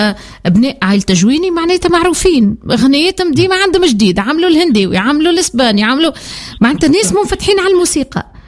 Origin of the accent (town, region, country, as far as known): Tunisia